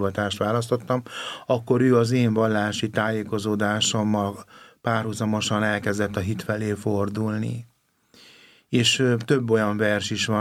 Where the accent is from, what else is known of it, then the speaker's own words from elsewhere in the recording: Gyöngyös, Heves, Hungary; És utána tanítottam egy általános iskolában is, Gyöngyöspatán, ami Gyöngyös a szülővárosomtól nem messze